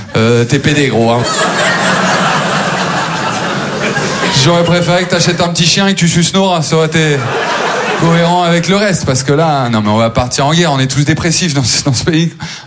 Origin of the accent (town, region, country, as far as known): Maubeuge, Hauts-de-France, France; born or raised there